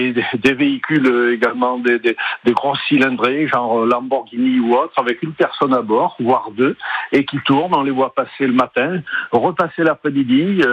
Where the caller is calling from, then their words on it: Saint-Julien-en-Vercors, Auvergne-Rhône-Alpes, France; Oui, j'habite à Saint-Julien-en-Vercors.